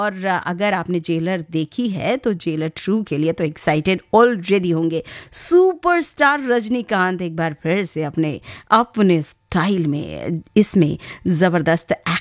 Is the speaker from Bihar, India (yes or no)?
no; Delhi, India; कि बॉम्बे तो मेरा शहर नहीं है, दिल्ली है